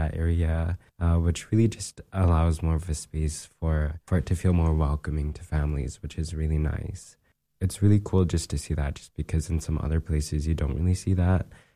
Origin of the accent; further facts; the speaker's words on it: Utqiagvik, Alaska, United States; now in Anchorage, United States; Growing up, I grew up in Utqiagvik. We always had places to come and gather as a community.